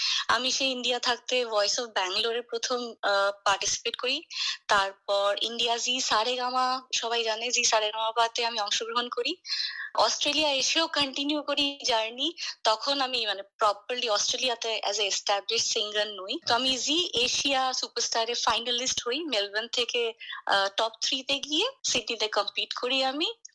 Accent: Assam, India; moved away; also born or lived in Bangalore; আমি আসামের বাসিন্দা, তো অসমীয়া গান শুনতাম, বাংলা ভাষা প্রচন্ড, বাংলা ভাষায় গান আর গান সঙ্গীত চর্চা বাড়িতে হতো। ব্যাঙ্গালোরে পড়াশোনা করেছি

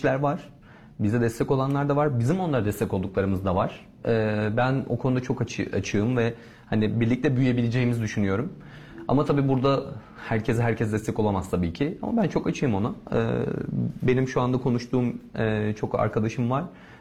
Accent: Afyonkarahisar, Turkey; moved away as an adult; also born or lived in Istanbul; Ben küçük bir şehirde doğdum, büyüdüm. Yani Afyon'da doğdum, büyüdüm ve ondan sonra İstanbul'da üniversite için gittim.

